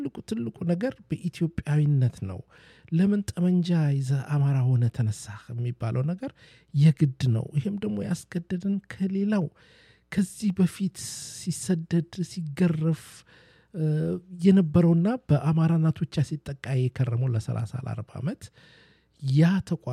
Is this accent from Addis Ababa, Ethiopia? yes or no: no; Dire Dawa, Ethiopia; አዎ በእርግጥም አማራ ነኝ ግን ንጹህ ኢትዮጵያዊ ነኝ አማራ ሰው ደግሞ ድሬዳዋ ተወልጄ አደኩኝ